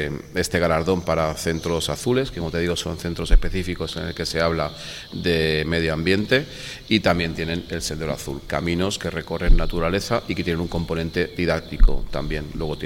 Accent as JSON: {"language": "Spanish", "town": "Benidorm", "region": "Valencian Community", "country": "Spain", "tie": "born or raised there", "said": "Mira, soy nacido en Benidorm y me he criado en la playa de Benidorm y su arena."}